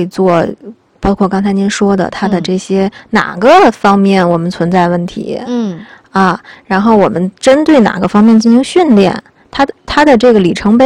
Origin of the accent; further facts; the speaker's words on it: Tianjin, China; 咱们天津人有的时候说爱接下茬儿啊